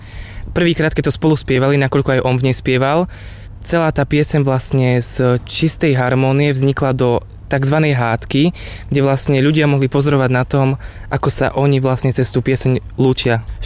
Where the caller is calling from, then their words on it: Brezno, Banská Bystrica Region, Slovakia; som z Brezna, mám 17 rokov.